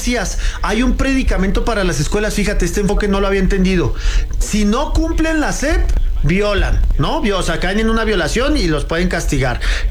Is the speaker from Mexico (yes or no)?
yes; Chihuahua, Mexico; yo también, yo claro, soy de Chihuahua